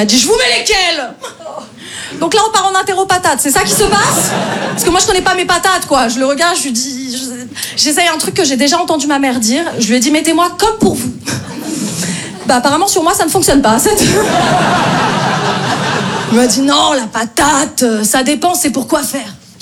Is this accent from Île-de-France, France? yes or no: yes; Paris, Île-de-France, France